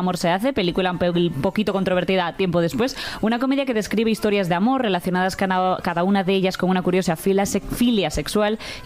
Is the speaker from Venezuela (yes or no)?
no; Asturias, Spain; No son mis fiestas de Prado, que yo soy asturiana y tengo que barrer para lo mío.